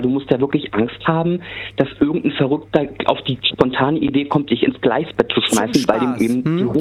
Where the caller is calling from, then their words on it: Berlin, Germany; Ich rufe aus Oberschöneweide an.